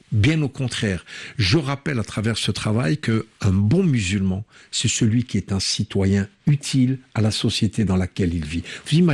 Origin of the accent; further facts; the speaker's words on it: France; nous sommes français comme vous, mais dès qu'on dit qu'on est musulman, on descend d'un strat